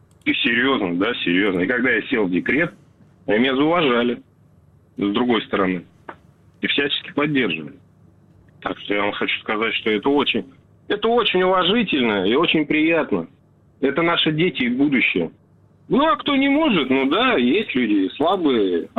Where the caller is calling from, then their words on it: Krasnodar Krai, Russia; also born or lived in Tomsk; Я звоню вам с Кубани. Раньше жил в городе Томск.